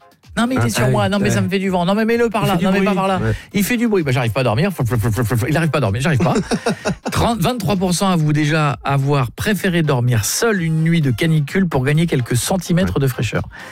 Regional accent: Hauts-de-France, France; Honnêtement, moi je vais être honnête avec vous, moi je suis un picard.

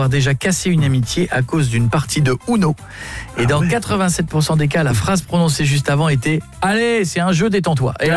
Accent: Marle, Hauts-de-France, France; moved away; j'ai grandi à Marle-sur-Cerre dans l'Aisne

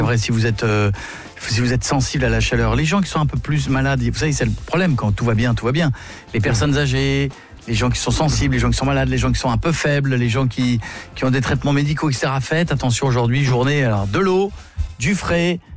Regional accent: France; on est Français.

